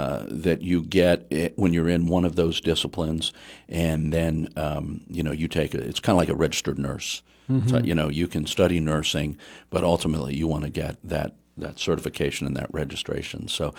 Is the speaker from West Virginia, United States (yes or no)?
yes; Wheeling, West Virginia, United States; So, but at the end, I grew up in Wheeling.